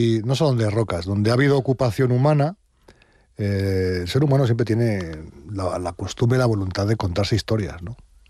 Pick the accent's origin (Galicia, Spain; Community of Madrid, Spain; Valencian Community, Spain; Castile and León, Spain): Castile and León, Spain; Navas de Oro; Yo soy de Navas de Oro, vivo en Navas de Oro, es el pueblo de mis abuelos, de mi madre, vivo allí desde hace ya 10 años. Y muy cerquita, en todo lo que es el macizo de Santa María, porque yo soy de Tierra de Pinares